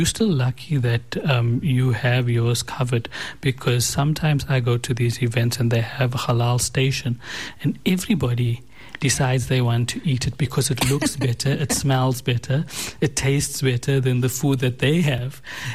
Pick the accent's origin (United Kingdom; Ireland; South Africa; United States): South Africa